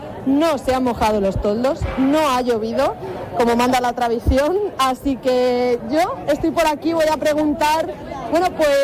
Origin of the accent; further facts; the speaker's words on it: Castilla-La Mancha, Spain; No me digas, yo soy de la Torre de Juanabal.